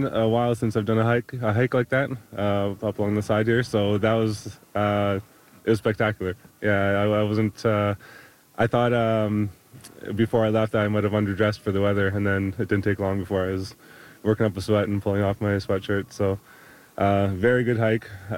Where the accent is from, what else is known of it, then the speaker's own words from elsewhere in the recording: Bradford, Ontario, Canada; I'm from Bradford, Ontario.